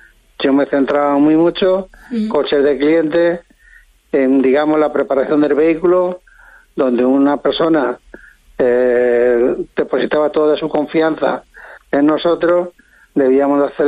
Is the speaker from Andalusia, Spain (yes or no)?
no; Madrid, Community of Madrid, Spain; moved away; yo vengo de Madrid